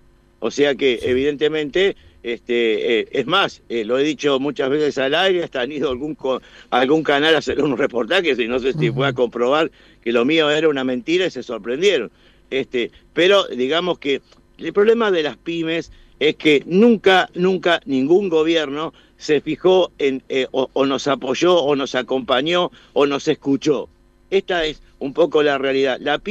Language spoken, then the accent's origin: Spanish; Morón, Buenos Aires Province, Argentina; nosotros acá, yo soy de Morón, estoy en el conurbano, y somos beneficiados